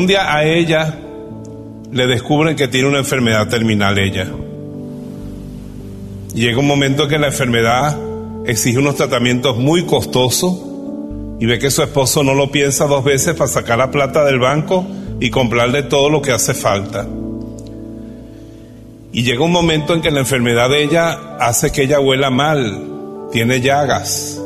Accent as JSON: {"language": "Spanish", "country": "Germany", "said": "se acercó al paredón donde la gente de la misma raza de él y la mía, pues yo soy alemán, mataron a tanta gente judía, polaca, gitanos, homosexuales, testigos de Jehová."}